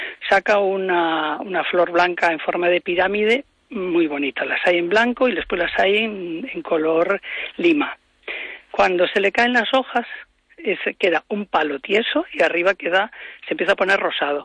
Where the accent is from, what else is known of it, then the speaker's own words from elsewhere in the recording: Galicia, Spain; nosotros como gallegos estamos acostumbrados a ver verde siempre